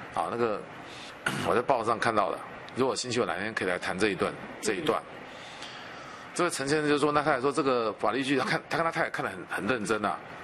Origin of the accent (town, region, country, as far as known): Taiwan